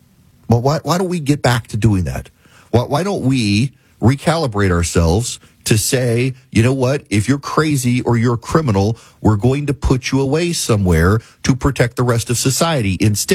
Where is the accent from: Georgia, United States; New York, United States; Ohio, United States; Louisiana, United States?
Georgia, United States; Milledgeville; reopened Central State Hospital in Georgia, the mental hospital in your state, the mental hospital in my hometown.